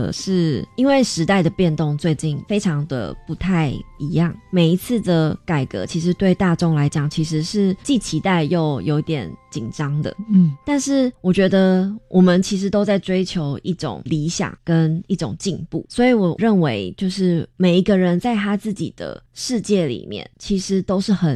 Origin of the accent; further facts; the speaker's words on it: Taiwan; born there; also born or lived in United States; 我在台湾虽然出生在美国，学习的很长一段时间是台湾，然后我家人也是台湾，在台湾土生土长的台湾人